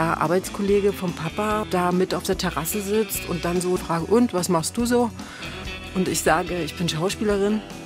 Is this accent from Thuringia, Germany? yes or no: yes; Altenburg, Thuringia, Germany; moved away; ich komme aus Altenburg, aus einer Kleinstadt.